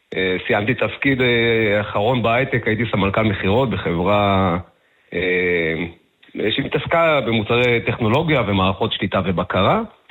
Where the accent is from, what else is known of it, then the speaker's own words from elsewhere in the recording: Beersheba, Southern District, Israel; born there; now in Kibbutz HaMa'apil, Israel; אני לא יליד הקיבוץ, אני בכלל נולדתי בבאר שבע